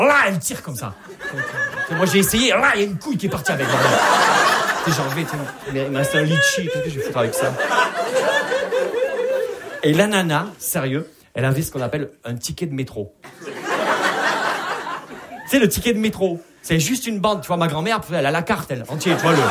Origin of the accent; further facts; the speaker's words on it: Perpignan, Occitanie, France; Vous l'entendez à mon accent, je viens pas de Paris. Je viens de Perpignan.